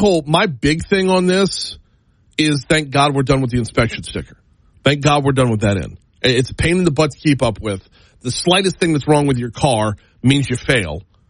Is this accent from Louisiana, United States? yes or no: yes; New Orleans, Louisiana, United States; I'm from the New Orleans area.